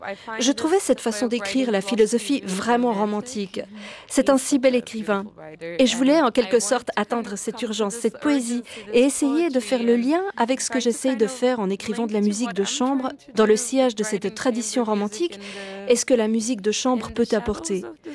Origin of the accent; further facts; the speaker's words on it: Turkey; accent: Turkish; first language Turkish; French is a second language; moved away; mon accent turc